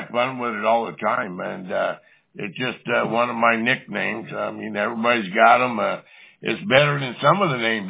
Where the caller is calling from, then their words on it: Tolleson, Arizona, United States; here in Tolleson, Arizona.